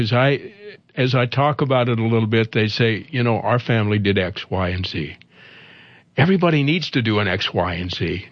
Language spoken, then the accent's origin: English; Iowa, United States; now in South Dakota, United States; It does give us a little wiggle room, and whether it's Nebraska, I'm from Iowa, and here we are together in South Dakota trying to help people.